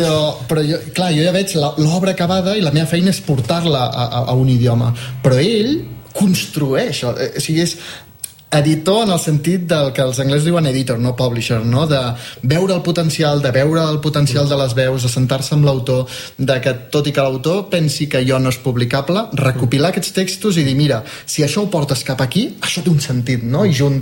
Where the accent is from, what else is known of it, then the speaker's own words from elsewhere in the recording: Andorra; he fet aquí a Andorra, perquè jo sóc d'Andorra